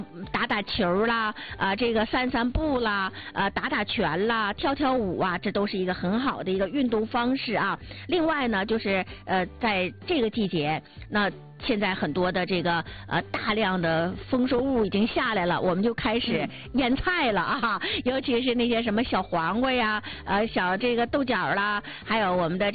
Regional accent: Northeast China, China; 尤其是咱东北人啊，一定要注意好低盐的调整。

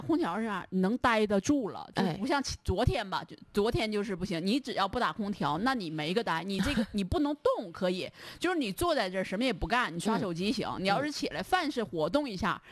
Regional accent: Northeast China, China; 作为我们东北人

